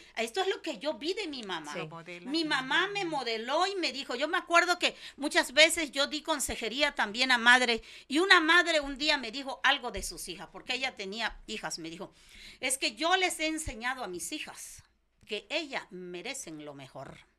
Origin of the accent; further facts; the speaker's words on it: Mexico; voy a meter a México, a mi país.